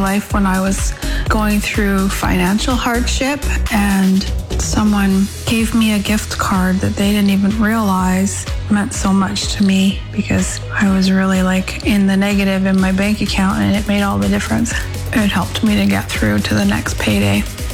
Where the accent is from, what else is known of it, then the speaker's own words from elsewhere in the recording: Whitby, Ontario, Canada; also born or lived in Quebec; now in Yellowknife, Canada; I'm from a little town called Whitby, and I was born in Quebec.